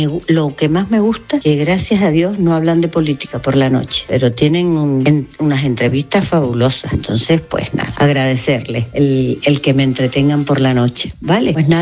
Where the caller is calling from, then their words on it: San Cristóbal de La Laguna, Canary Islands, Spain; Mira, nada, soy una ponedora canaria lagunera.